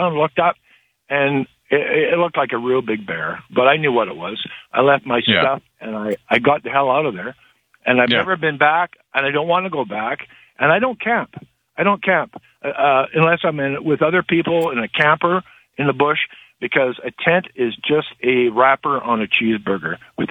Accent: British Columbia, Canada; I'm from Vancouver Island originally, and there's a lot of activity there.

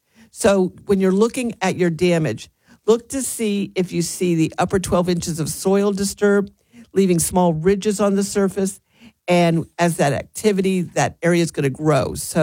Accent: Winter Haven, Florida, United States; when I was little growing up in Florida, it was Silver Lake in Winter Haven, Lake Silver.

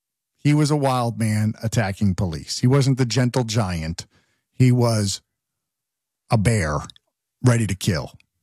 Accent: East Hartford, Connecticut, United States; I grew up in Connecticut and we had, I grew up in a, not a little town, but a suburb of Hartford called East Hartford, ironically. And it's a, you know, lower middle class type of hardworking blue collar town

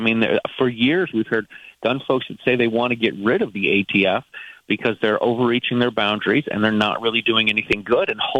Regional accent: Midwest, United States; now in Massachusetts, United States; I grew up in the Midwest

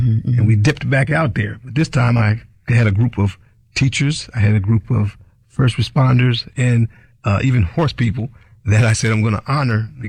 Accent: New York, United States; I had this dream coming up growing up in New York in Hudson Valley

